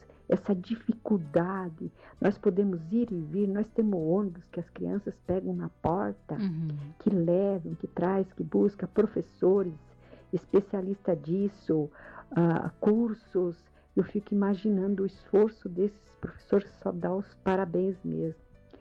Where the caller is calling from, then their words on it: South Region, Brazil; eu sou do Sul, gente.